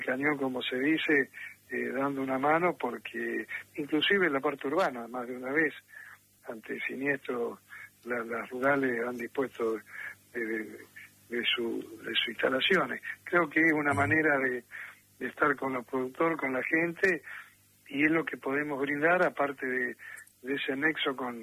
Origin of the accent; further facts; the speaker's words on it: Argentina; no te olvides que el productor, como muchos argentinos, al crédito le tenemos cierto resquemor